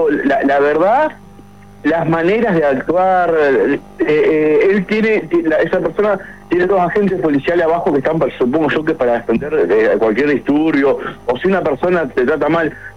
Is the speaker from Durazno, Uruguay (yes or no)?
no; Maldonado, Uruguay; Yo soy oriundo de Maldonado, viví toda la vida acá, nacido y criado, no tengo mi casa propia, toda mi vida alquilé